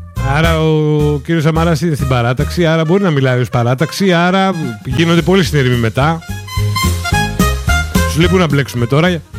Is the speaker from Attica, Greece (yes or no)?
no; Arnaia, Central Macedonia, Greece; στη Χαλκιδική εκεί στο χωριό μου στην Αρνέα